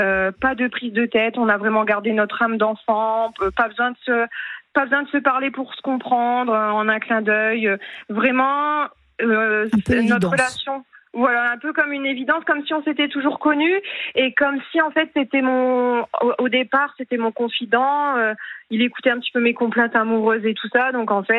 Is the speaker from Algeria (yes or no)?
no; Hauts-de-France, France; accent: petit accent du Nord (ch'ti); j'ai ce petit accent. Alors, j'essaye de ne pas trop l'avoir, mais quand je suis en confiance, il a tendance à revenir.